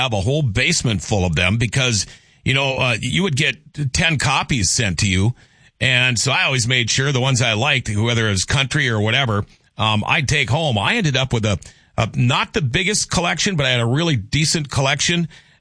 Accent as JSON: {"language": "English", "town": "Thief River Falls", "region": "Minnesota", "country": "United States", "tie": "born or raised there", "said": "I was talking about my old days in radio for back in my hometown. I consider Thief River Falls my hometown."}